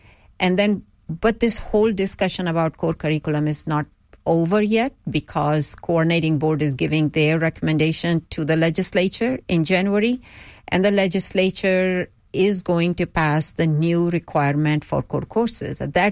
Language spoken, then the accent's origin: English; Texas, United States; As for me personally, I see myself as a Texan.